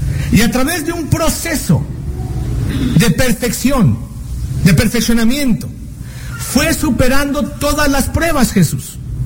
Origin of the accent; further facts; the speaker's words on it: Chihuahua, Mexico; born there; Yo nací en Chihuahua, a lo mejor no nací en Chihuahua, ¿verdad? Pero no sé si tengo el acento de Chihuahua.